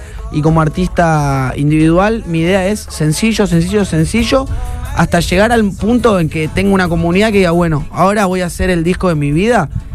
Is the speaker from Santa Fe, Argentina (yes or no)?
yes; Rosario, Santa Fe, Argentina; yo soy de Rosario